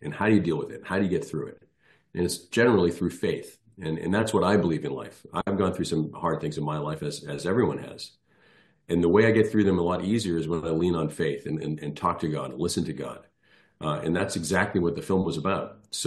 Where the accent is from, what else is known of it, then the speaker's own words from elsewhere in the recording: Ireland; both my parents are from Ireland, and you know, being an Irish guy myself, an Irish citizen, it was kind of a no-brainer